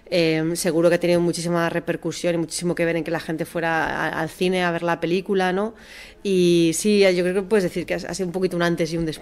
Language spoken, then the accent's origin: Spanish; Basque Country, Spain; Yo soy del País Vasco y es como vasco.